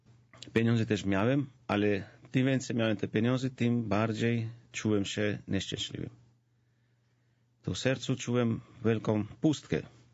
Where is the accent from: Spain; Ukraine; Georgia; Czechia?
Georgia; born or raised there; Polish is a second language; now in Poland